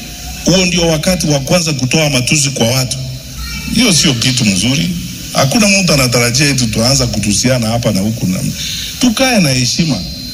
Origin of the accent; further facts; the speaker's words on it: Kenya; Sisi ni wa Kenya na tutakaa hapa